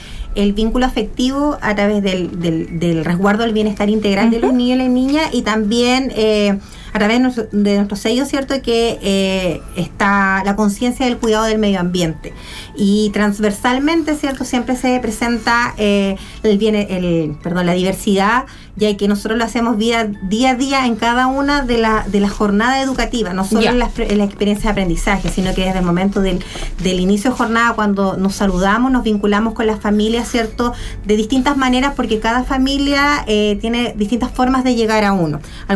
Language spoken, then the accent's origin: Spanish; Temuco, Araucanía, Chile; moved away as an adult; also born or lived in Concepción; now in Ñuble, Chile; Venía traslado desde Concepción y soy oriunda de Temuco, de la región de la Araucanía, así que a veces se extrañan las tierras